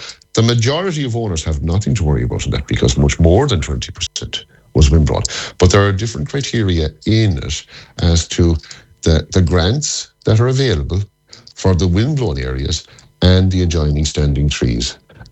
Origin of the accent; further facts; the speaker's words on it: Connacht, Ireland; I come from East Galway.